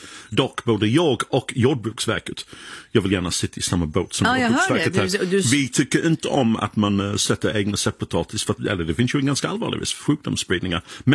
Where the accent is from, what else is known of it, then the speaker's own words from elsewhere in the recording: England, United Kingdom; now in Sweden; Ingmar Stenmark, han var ändå en hjälte för mig när jag var liten i England och kollade på skidåkning på lördag eftermiddag, bara så ni vet.